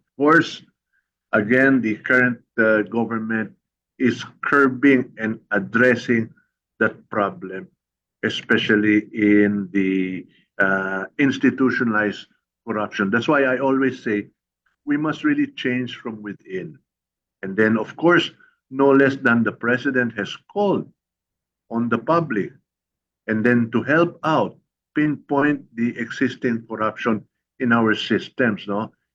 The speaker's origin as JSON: {"language": "Tagalog", "region": "Cagayan Valley", "country": "Philippines", "said": "doon po sa amin sa Cagayan, paborito pong daanan ng bagyo yun."}